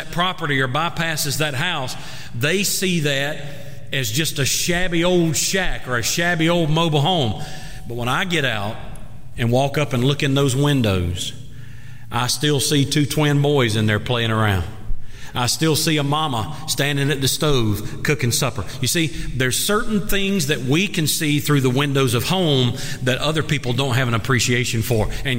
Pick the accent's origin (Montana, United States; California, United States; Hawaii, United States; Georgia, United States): Georgia, United States; Colquitt; I've been back to my hometown.